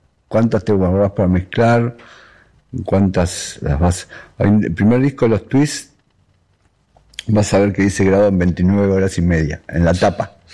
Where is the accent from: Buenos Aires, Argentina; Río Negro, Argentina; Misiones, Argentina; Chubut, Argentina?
Buenos Aires, Argentina; Versalles; born there; Y era muy cerca, yo nací en Versalles.